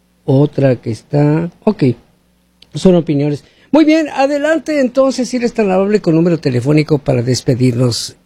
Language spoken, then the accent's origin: Spanish; Mexico; now in United States; He salido del país. Tengo dos hijas, 21 y 24 años. ¿Me pueden pedir o puedo pedir asilo? Soy de México.